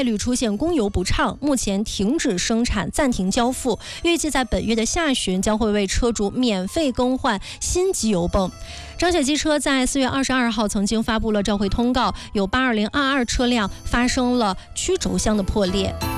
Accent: Hebei, China; 咱作为河北人啊

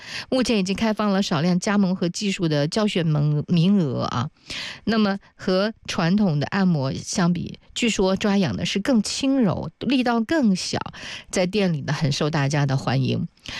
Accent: China

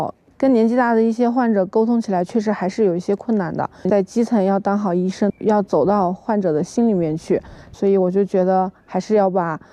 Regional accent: Nyingchi, Tibet, China; also born or lived in Sichuan; 一直都是在林芝长大的，觉得这里更像我的故乡，然后就回来了。

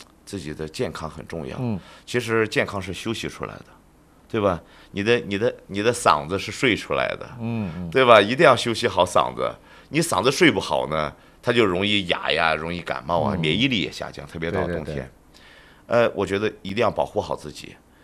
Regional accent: Shandong, China; moved away as an adult; now in Xinjiang, China; 因为我是山东人嘛，山东高考特别内卷

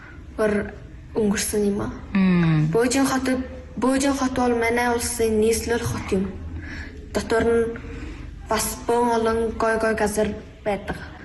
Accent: Amgalan, Inner Mongolia, China; Бид манай нутаг амгалан балгасандаа суудах.

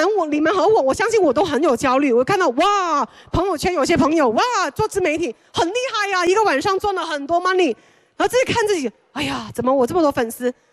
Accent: China; moved away; also born or lived in New York; 我是中国人啊，

